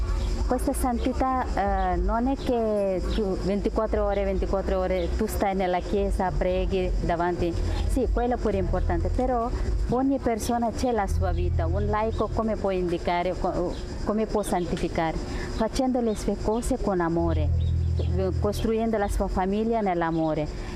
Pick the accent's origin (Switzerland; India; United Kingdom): India; moved away as an adult; now in Italy; Vengo dall'India, appartengo alla congregazione di figlie di San Camillo. E qua in Italia da 12 anni, 18 anni.